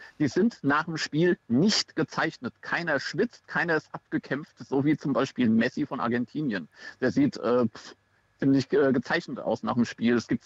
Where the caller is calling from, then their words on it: Mainz, Rhineland-Palatinate, Germany; Ja, ich bin aus Mainz.